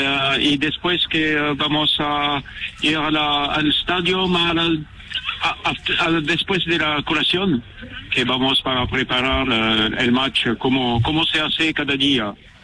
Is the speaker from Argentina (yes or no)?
no; France; Spanish is a second language; Soy francés.